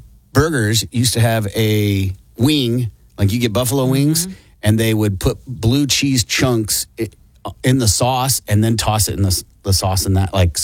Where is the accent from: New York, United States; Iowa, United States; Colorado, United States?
Iowa, United States; And growing up in Iowa, they put ketchup on everything.